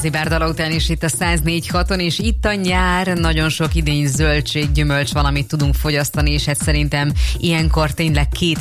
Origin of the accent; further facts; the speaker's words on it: Hungary